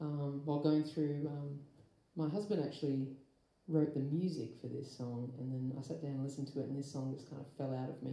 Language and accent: English; Townsville, Queensland, Australia; moved away; I'm from Townsville originally